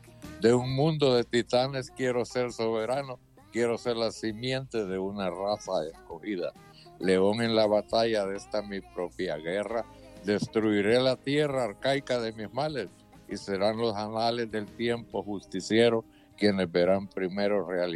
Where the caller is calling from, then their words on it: Santa Rita, Chocó, Colombia; de Santa Rita de Lloro.